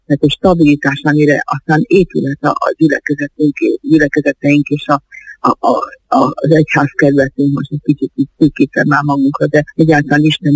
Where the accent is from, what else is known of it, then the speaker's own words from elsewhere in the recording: Hungary; gyerekkoromban ugye Tisztán inneni vagyok, és ott a parókián ott volt az édesapám szobájában az egyházláda